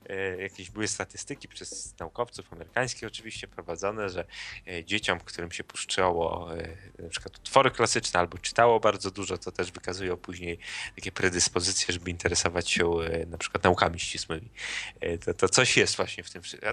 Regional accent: Białystok, Podlaskie Voivodeship, Poland; u nas w Podlasie, ja z Białegostoku teraz rozmawiałem

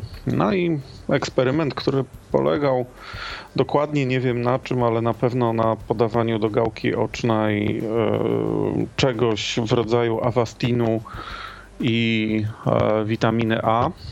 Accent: Gliwice, Silesian Voivodeship, Poland; also born or lived in Warsaw; now in Kraków, Poland; Na co dzień mieszkam w Krakowie, choć często wybywam albo do rodzinnych Gliwic, albo do Warszawy, gdzie spędziłem 7 lat

